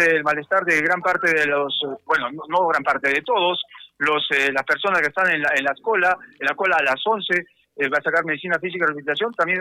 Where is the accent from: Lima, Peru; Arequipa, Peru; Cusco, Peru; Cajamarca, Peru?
Arequipa, Peru; Valle de Tambo; Yo soy de Valle de Tambo. Yo he venido, primer carro de 2 de la mañana.